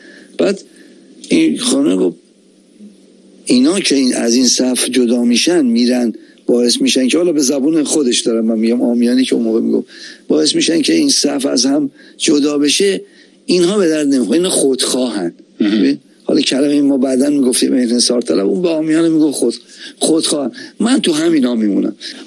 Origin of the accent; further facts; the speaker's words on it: Tehran, Tehran Province, Iran; والله اول من بچه تهرانم، بچه نارمکم.